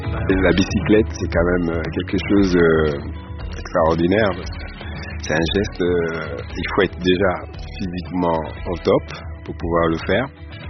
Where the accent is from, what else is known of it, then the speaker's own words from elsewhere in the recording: France; Donc, il a vérifié, je suis français, je viens de faire mon service, ça tombe bien.